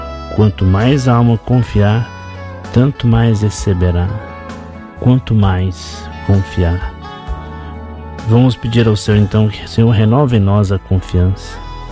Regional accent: Contagem, Minas Gerais, Brazil; also born or lived in Belo Horizonte; nossos irmãos lá de BH, minha terra, nasci em BH, fui criado em Contagem, meus irmãos estão em Contagem, minha mãe está em Contagem

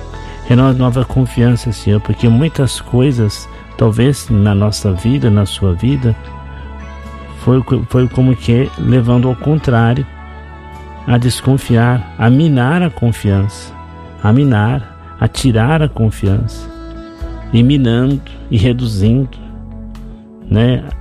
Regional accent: Contagem, Minas Gerais, Brazil; also born or lived in Belo Horizonte; nossos irmãos lá de BH, minha terra, nasci em BH, fui criado em Contagem, meus irmãos estão em Contagem, minha mãe está em Contagem

